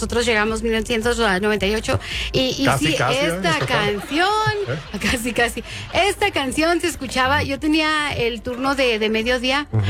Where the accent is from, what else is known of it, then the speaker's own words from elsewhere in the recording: northern Mexico, Mexico; me gusta el norte, soy norteña.